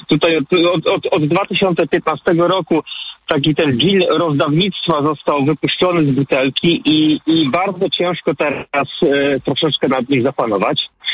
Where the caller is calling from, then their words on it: England, United Kingdom; ja akurat w tym momencie dzwonię z Anglii, jestem kierowcą zawodowym